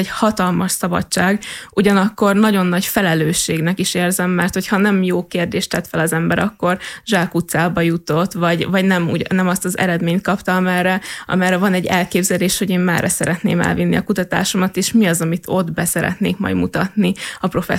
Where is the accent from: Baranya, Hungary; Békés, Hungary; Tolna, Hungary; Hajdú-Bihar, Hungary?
Hajdú-Bihar, Hungary; Komádi; born there; Egy kisvárosból, Komádiból jövök